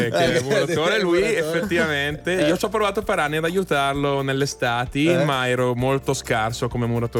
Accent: Bergamo, Lombardy, Italy; Io sono molto più pragmatico anche da bergamasco

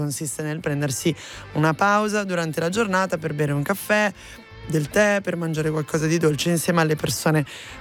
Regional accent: Milan, Lombardy, Italy; essendo io milanese userei la G al posto della C

